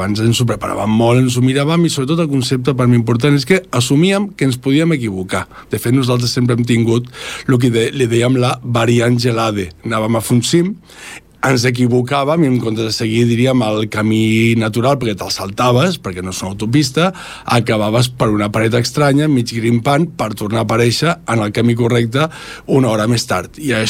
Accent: Esplugues de Llobregat, Catalonia, Spain; Sí, sí, jo soc d'Esplugues

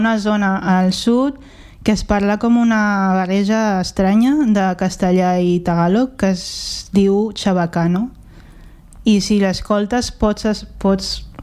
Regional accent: Catalonia, Spain; also born or lived in Philippines; I si dic que sóc de Filipines, que és el que volen escoltar, s'estic com donant la raó, no? De que sóc diferent.

